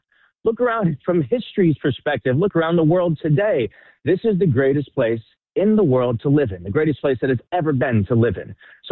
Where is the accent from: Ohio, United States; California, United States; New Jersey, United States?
California, United States; San Diego; moved away; also born or lived in New York City; No, I was actually born in New York City. My whole family's from New York. I was born in New York North Hospital, but I moved to San Diego when I was young. So I'm more of a SoCal beach kid